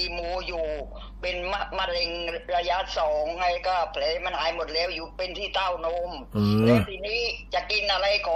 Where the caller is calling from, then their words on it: Krathum Baen, Samut Sakhon, Thailand; ไม่ใช่อยู่อำเภอกระทุ่มแบน